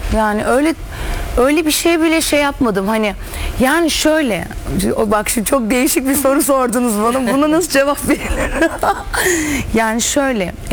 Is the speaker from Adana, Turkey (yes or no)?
yes; Adana, Turkey; now in Istanbul, Turkey; Adana'dan. Adanalıyım. Orada okudum, bitirdim. Geldim.